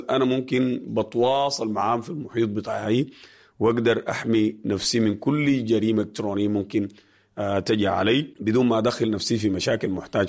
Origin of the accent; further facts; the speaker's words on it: Sudan; بالذات في أفريقيا وفي بلدنا السودان.